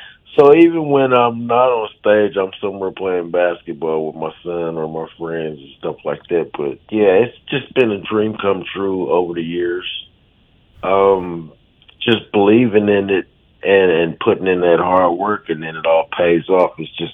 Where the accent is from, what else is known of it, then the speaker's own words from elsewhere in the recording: United States; I grew up in Logan County, so I grew up on